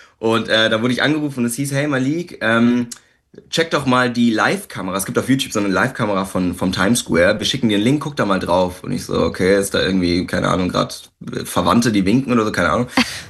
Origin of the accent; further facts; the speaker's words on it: Landsberg am Lech, Bavaria, Germany; moved away as an adult; now in Berlin, Germany; dass ich ja jetzt auch in Berlin wohne für eine Zeit. Ich komme ja eigentlich aus Landsberg, aus einem Dörfchen oder so ein Städtchen